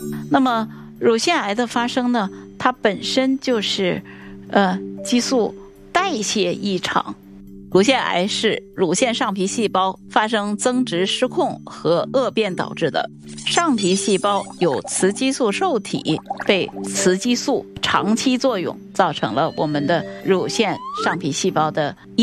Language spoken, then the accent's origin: Chinese; China; 我们中国人